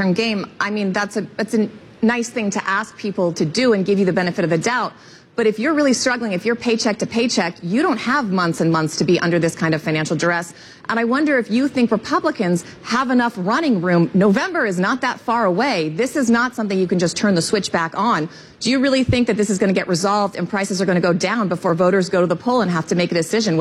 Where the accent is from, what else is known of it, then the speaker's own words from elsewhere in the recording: Colorado, United States; I'm from Colorado. Everyone back home is talking about affordability